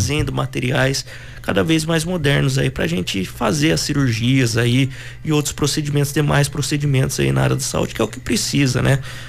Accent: Ribeirão Preto, São Paulo, Brazil; moved away as an adult; now in Avaré, Brazil; De Avaré, tanto meu pai quanto minha mãe são daqui de Avaré, porém eu cresci na cidade de Ribeirão Preto, me formei lá, fiz universidade.

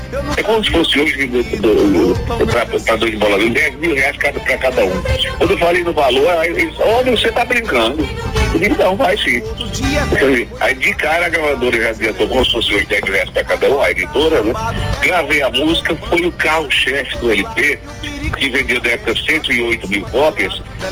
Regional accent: Northeast Region, Brazil; mas eu sou do Nordeste. Eu tenho que cantar … mais um meio, tudo nordestino.

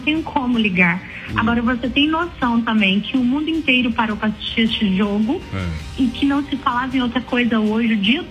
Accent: Brasília, Federal District, Brazil; born there; now in Balneário Camboriú, Brazil; Eu nasci em Brasília, no Distrito Federal.

